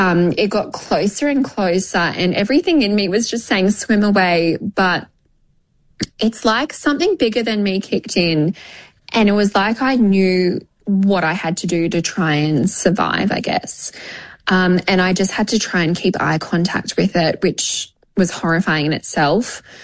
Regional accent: Sydney, New South Wales, Australia; also born or lived in Hawke's Bay, New Zealand; I'm actually a New Zealand citizen. I am a dual citizen, so I'm Australian and Kiwi, and I have been brought up in Australia, but I am still a very proud Kiwi. My family are from Hawke's Bay.

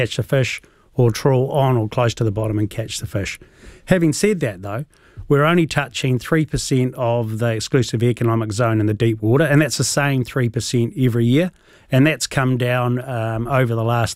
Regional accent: Southland, New Zealand; born or raised there

